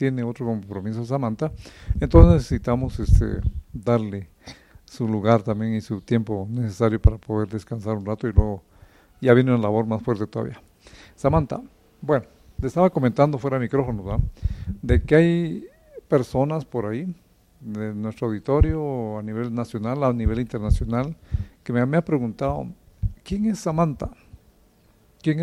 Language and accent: Spanish; Tejutla, San Marcos, Guatemala; mi mamá era mexicana. ¿Cómo es la vida? ¿Eh? Ya ves cómo es la vida. Sin embargo, yo soy tejutleco auténtico.